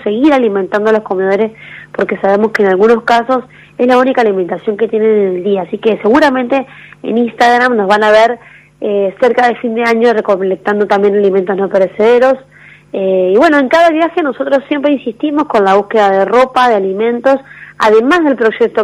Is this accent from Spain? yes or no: no; Santa Fe, Argentina